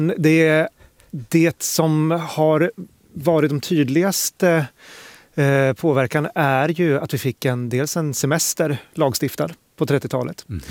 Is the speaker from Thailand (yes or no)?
no; Sweden